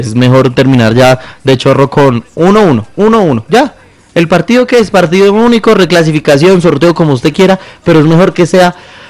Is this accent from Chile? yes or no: no; Colombia; pero así somos los colombianos